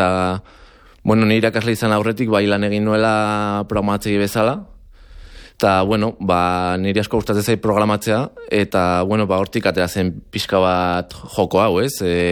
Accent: Basque Country, Spain; Azkenean, bueno, ni euskalduna naiz

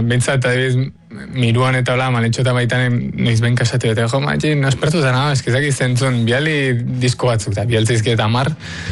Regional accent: Tolosa, Basque Country, Spain; now in Madrid, Spain; ni Tolosarra naiz.

